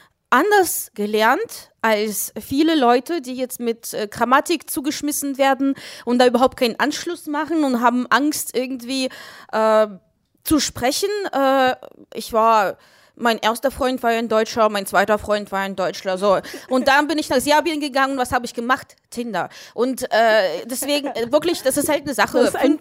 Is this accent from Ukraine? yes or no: yes; Ukraine; German is a second language; now in Germany; ich komme aus der Ukraine.